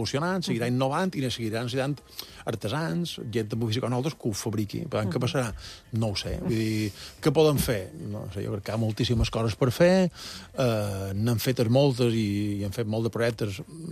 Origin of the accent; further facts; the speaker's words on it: Colònia de Sant Jordi, Balearic Islands, Spain; Sí, jo som de la Colònia, era de la Colònia, ara ja no sé exactament, no és el que era